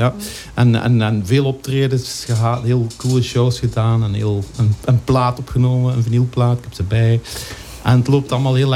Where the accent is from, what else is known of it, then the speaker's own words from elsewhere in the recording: Hechtel, Flanders, Belgium; moved away; also born or lived in Hasselt; Nee, ik ben Hasselt geboren, hoor, maar ik ben opgegroeid in Hechtel.